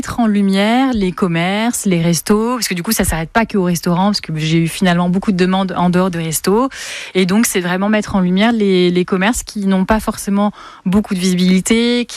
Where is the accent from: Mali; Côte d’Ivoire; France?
France; Tours, Centre-Val de Loire; moved away as an adult; now in Voiron area, France; moi je viens de Tours. J'ai, à 18 ans, je passais mes concours infirmiers. J'ai décidé de les passer un peu de partout. Et du coup, j'ai été prise à Grenoble, à Paris, enfin dans plusieurs villes. Et j'ai décidé que c'était Grenoble.